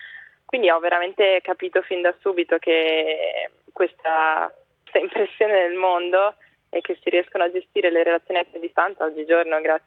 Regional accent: Udine, Friuli-Venezia Giulia, Italy; moved away as an adult; also born or lived in Switzerland / Canada; mantenevo il mio legame con casa mia, Udine. Sono di Udine, dove intanto avevo il mio ragazzo e la mia famiglia.

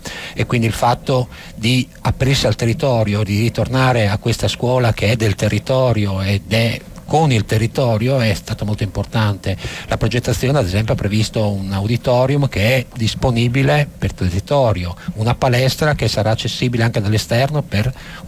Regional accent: Udine, Friuli-Venezia Giulia, Italy; io non sono di Gemona, e quindi a Udine è stato vissuto in maniera un po' più tranquilla

